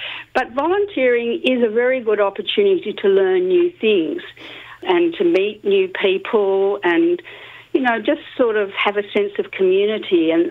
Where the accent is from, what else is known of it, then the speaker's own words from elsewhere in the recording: Sydney, New South Wales, Australia; born there; also born or lived in Melbourne; now in Canberra, Australia; Yes, I was born in Sydney, moved to Canberra and then moved to Melbourne for a while and then moved back to Canberra.